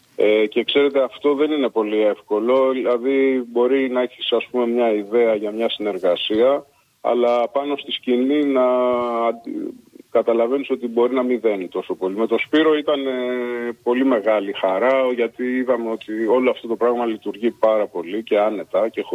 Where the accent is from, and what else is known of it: Piraeus, Attica, Greece; born there